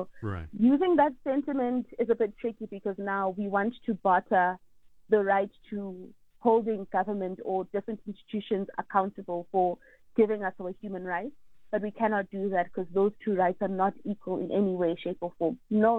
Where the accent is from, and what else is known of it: South Africa